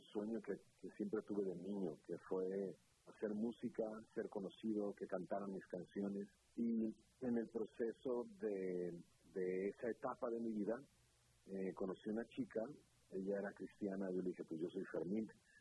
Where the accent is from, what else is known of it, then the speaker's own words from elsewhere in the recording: Monterrey, Nuevo León, Mexico; como yo soy de Monterrey, Nuevo León, es una expresión norteña